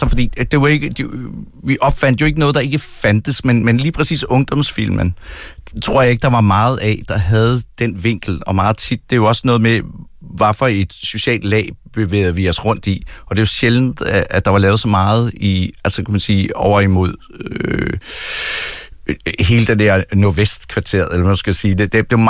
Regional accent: Kalundborg, Zealand, Denmark; moved away; jeg kommer jo ikke selv derfra. Jeg er fra provinsen, jeg kommer fra Kalundborg

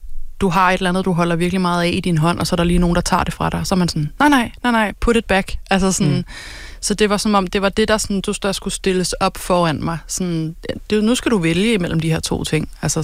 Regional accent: Farum, Capital Region of Denmark, Denmark; moved away; Jeg er fra Farum

